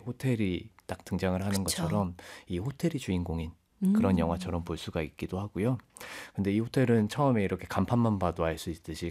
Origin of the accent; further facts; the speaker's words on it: Gyeongsang, South Korea; moved away; 그 경상도 그 저희가 살던 고향에